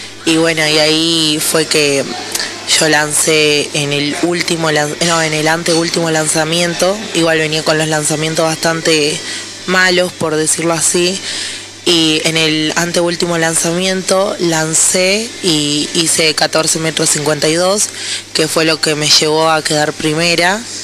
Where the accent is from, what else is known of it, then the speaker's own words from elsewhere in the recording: Los Cardales, Buenos Aires Province, Argentina; yo igual soy de Exaltación de la Cruz de los Cardales.